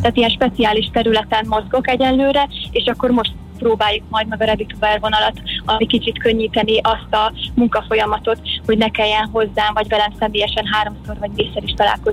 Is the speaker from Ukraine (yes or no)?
yes; Zakarpattia Oblast, Ukraine; now in Budapest, Hungary; Én Kárpátalján születtem